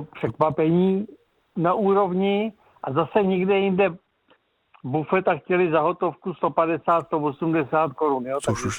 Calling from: Ústí nad Labem, Ústí nad Labem Region, Czechia; já jsem z Ústí

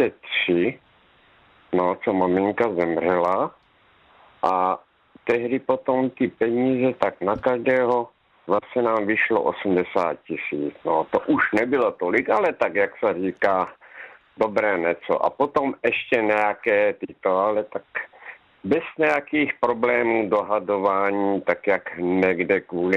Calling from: Topolná, Zlín Region, Czechia; Dobrý večer, ano, tady v Topolné, ale pocházím za Luku.

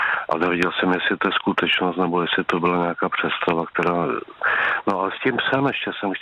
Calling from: Prague, Czechia

